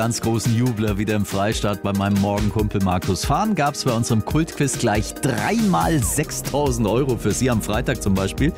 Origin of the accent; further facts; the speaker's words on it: Swabia, Germany; now in Middle Franconia, Germany; jetzt schon länger als Schwabe in Mittelfranken